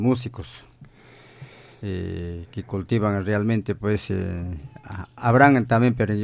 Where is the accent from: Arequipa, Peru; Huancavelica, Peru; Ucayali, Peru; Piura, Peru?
Huancavelica, Peru; El Carmen district, Churcampa province; Yo soy natural de la provincia de Churcampa, distrito del Carmen, el centro poblado Palermo. Ese es mi pueblo